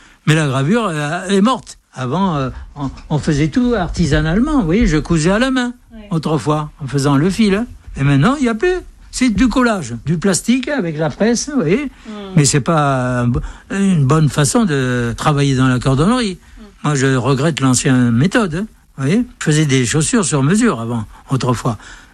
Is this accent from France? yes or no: no; Tunis, Tunis Governorate, Tunisia; born there; Je suis né en Afrique, à Tunis, à cause de la guerre. Sinon, l'origine de la famille, c'est le Béarn. Je suis originaire du Béarn, toute la famille.